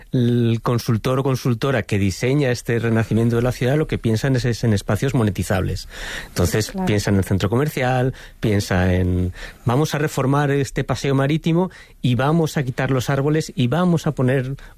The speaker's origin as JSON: {"language": "Spanish", "region": "Castile and León", "country": "Spain", "tie": "born or raised there", "said": "Claro, en mi pueblo la cuestión es que el movimiento, la facilidad del movimiento ha hecho que pierda mucha importancia. Es decir, toda la gente que necesita ir a comprar algo ya no va a Benavente, quizás va a León."}